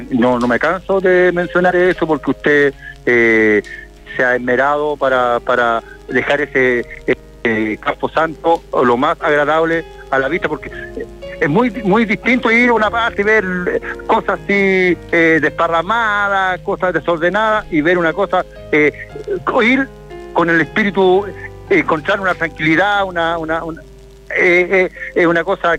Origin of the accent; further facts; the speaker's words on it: Curicó, Maule, Chile; moved away as an adult; also born or lived in Copiapó / San Felipe; yo estuve 18 años viviendo fuera de Curicó y estuve en Copiapó, en Quilpuela y San Felipe